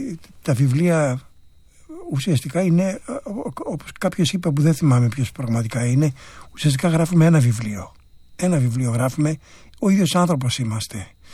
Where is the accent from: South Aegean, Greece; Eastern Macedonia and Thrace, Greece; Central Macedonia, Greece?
South Aegean, Greece; also born or lived in Antiparos; Εγώ είμαι νησιώτης, κατάγομαι από τη Σύρο και την Αντίπαρο και κατάγομαι από μια ναυτική οικογένεια.